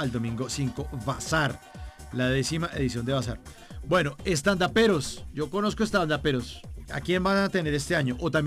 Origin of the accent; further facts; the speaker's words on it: Bogotá, Colombia; now in Medellín, Colombia; que soy Rolo … yo vivo en Medellín.